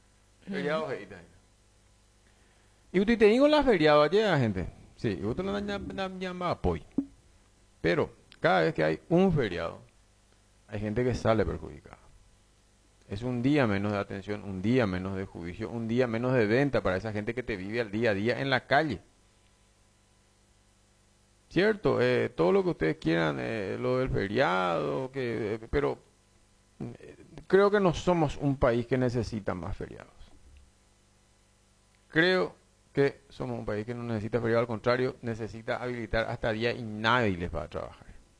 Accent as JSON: {"language": "Spanish", "country": "Paraguay"}